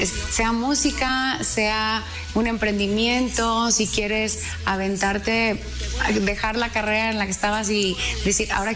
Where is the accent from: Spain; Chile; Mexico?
Mexico